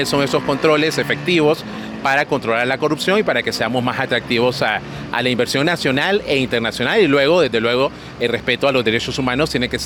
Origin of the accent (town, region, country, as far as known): Honduras